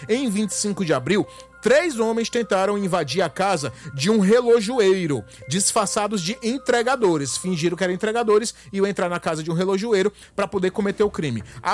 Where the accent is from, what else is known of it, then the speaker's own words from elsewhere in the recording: Brazil; A gente é brasileira